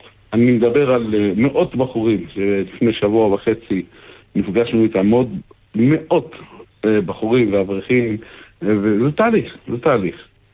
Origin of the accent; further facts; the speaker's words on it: Kfar Chabad, Central District, Israel; אני גדלתי בחב"ד.